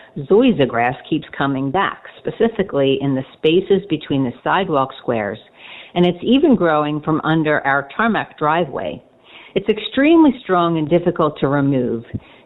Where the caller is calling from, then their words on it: Collingswood, New Jersey, United States; I'm calling from Collingswood, New Jersey.